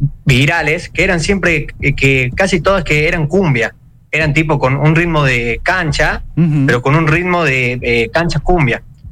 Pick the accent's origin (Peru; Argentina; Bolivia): Argentina; Córdoba; accent: Cordoban; Capital, sí, Córdoba capital.